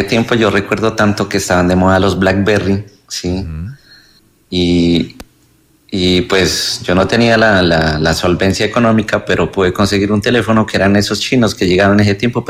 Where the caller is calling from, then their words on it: Nariño, Colombia; Lo escucho desde Nariño.